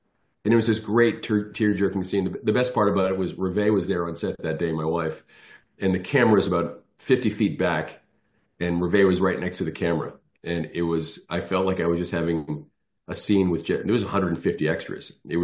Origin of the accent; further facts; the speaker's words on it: Ireland; both my parents are from Ireland, and, you know, being an Irish guy myself, an Irish citizen, it was kind of a no-brainer